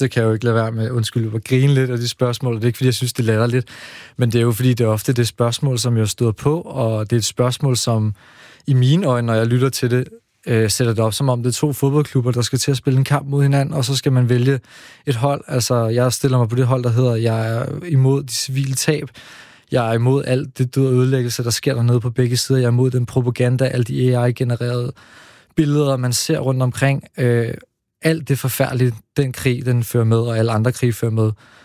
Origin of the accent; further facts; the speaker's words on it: Slagelse, Zealand, Denmark; also born or lived in Israel; Altså, jeg er vokset op i delvist i Slagelse, hvor at jeg flere gange er blevet enten troet eller jagtet på baggrund af, hvor jeg er fra.